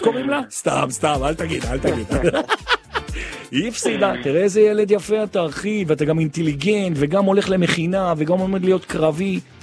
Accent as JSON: {"language": "Hebrew", "town": "Jerusalem", "region": "Jerusalem District", "country": "Israel", "said": "אני ירושלמי, בלב ובנפש."}